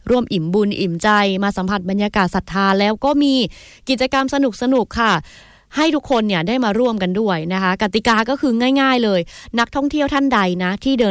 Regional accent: Saraburi, Thailand; now in Takua Pa, Thailand; ไม่ใช่คนตะกั่วป่าไม่ใช่คนภาคใต้นะคะแต่ว่าก็ที่จังหวัดสระบุรีเนาะที่บ้านเกิดของ … เองนะคะก็มีกิจกรรมนี้เหมือนกันนะเป็นคนไทยเชื้อสายจีนนะคะ

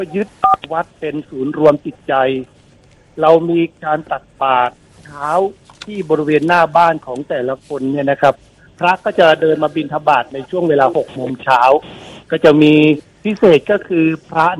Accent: Tron District, Uttaradit, Thailand; มาตั้งถิ่นฐานตามลำน้ำปัจจุบันของเราเนี่ยอยู่ริมแม่น้ำน่านนะครับอยู่ที่ตำบลหาดสองแควอำเภอตรอนจังหวัดอุตรดิตถ์

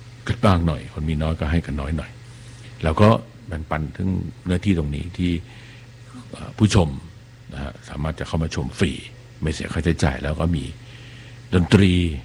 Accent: Bangkok, Thailand; ซึ่งเราก็เป็นเด็กกรุงเทพนะฮะที่มีไฟฟ้าแล้วแล้วก็มีโทรทัศน์ดู

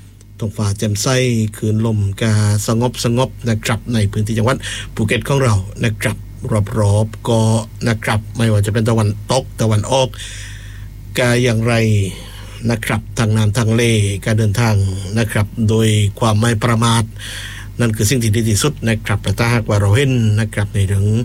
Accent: Phuket, Thailand

